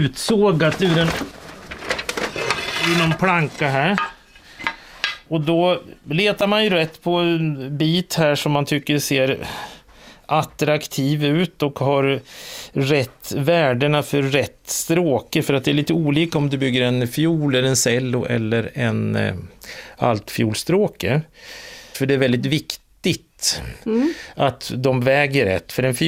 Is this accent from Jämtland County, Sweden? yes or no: yes; Jämtland County, Sweden; Nej, för det första jag är uppvuxen i Jämtland, så där hade ju alla älghorn hemma i garaget.